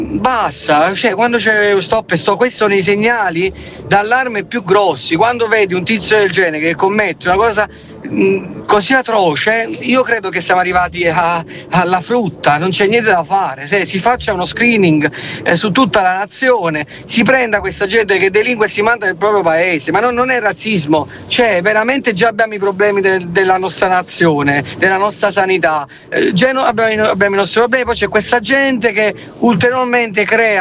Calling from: Naples, Campania, Italy; io sono di Napoli.

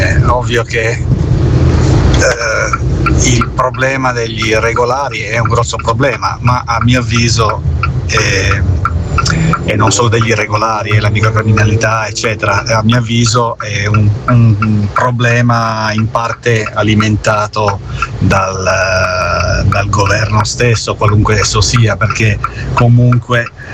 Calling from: Turin, Piedmont, Italy; da Torino

